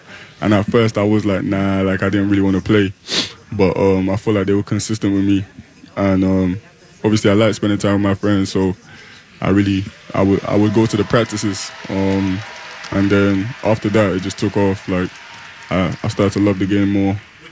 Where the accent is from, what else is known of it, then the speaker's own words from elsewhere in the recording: London, United Kingdom; Yeah, 100%.